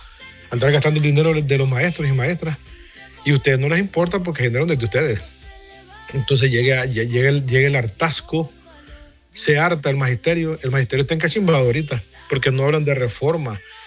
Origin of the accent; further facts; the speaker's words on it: Honduras; que tenemos que buscar como hondureños día con día.